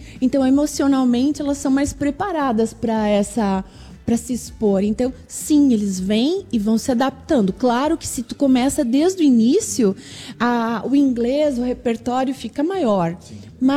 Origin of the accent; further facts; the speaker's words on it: Brazil; a gente, como brasileiro